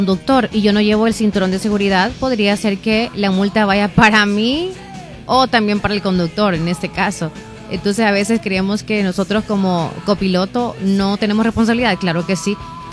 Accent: El Salvador; sabiendo cómo somos los salvadoreños y la economía de nosotros

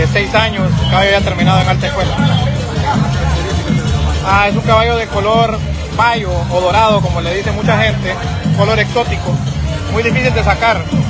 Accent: Costa Rica; now in La Unión, El Salvador; Costa Rica, yo soy entrenador, soy de Costa Rica, pero el rancho está aquí en La Unión.

